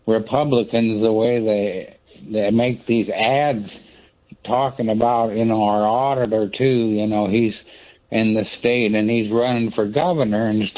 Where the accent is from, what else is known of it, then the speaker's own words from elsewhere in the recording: Iowa City, Iowa, United States; from Iowa City